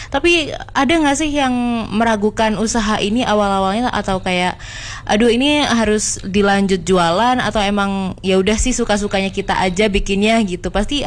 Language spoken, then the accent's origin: Indonesian; Malang, East Java, Indonesia; aku sebagai warga Malang